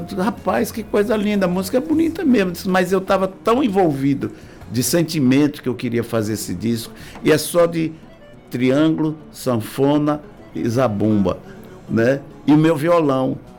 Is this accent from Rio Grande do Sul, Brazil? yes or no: no; Serrinha, Bahia, Brazil; moved away as an adult; also born or lived in Conceição do Coité, Bahia / Rio de Janeiro; É onde eu fui criado, que é na cidade de Serrinha, no interior da Bahia, e fica a 170 quilômetros de Salvador. De nascimento, eu nasci na cidade vizinha, que chama Conceição do Coité, e fui para Serrinha bem pequeno